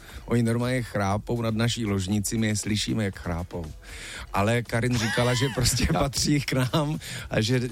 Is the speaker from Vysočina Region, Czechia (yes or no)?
no; Havířov, Moravian-Silesian Region, Czechia; moved away; also born or lived in Orlová / Ostrava; Narodil jsem se v Havířově.